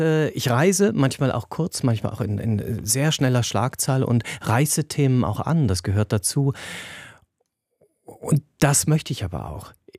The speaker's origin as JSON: {"language": "German", "town": "Osnabrück", "region": "Lower Saxony", "country": "Germany", "tie": "born there"}